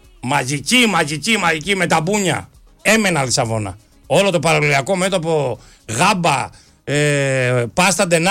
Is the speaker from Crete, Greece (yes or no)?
no; Thessaloniki, Central Macedonia, Greece; Εμείς που μεγαλώσαμε στη Δελφόν